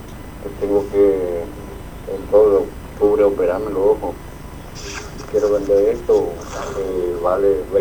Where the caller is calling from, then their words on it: Argentina; acá de Caballeriza.